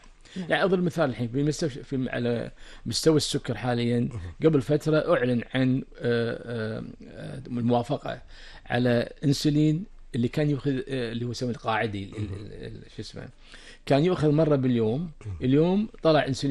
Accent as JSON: {"language": "Arabic", "country": "Kuwait", "said": "كما يحدث عندنا في الكويت"}